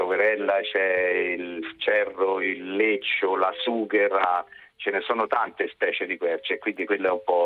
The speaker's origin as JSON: {"language": "Italian", "region": "Tuscany", "country": "Italy", "said": "Io sono toscano, della parte interna collinare"}